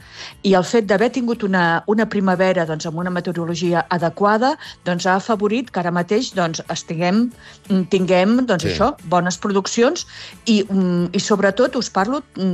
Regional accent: Terrassa, Catalonia, Spain; Jo sóc de Terrassa.

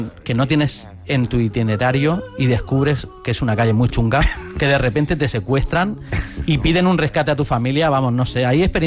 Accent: Orihuela, Valencian Community, Spain; No vayáis a París. Venidos a mi pueblo, Orihuela.

